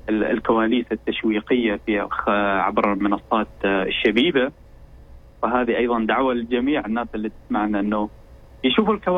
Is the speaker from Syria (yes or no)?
no; Oman; أنا أكلمك من ابن البلد ابن عمان